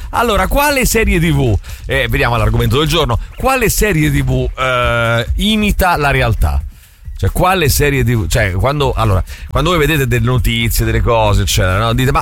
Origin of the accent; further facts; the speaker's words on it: Apulia, Italy; Allora, attenzione, anche io sono un pugliese cafone come